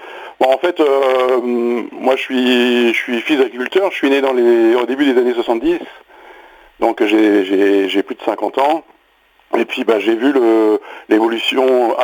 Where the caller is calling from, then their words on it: Pays de la Loire, France; j'appelle de la Sarthe, de l'ouest de la Sarthe exactement, près de Loué.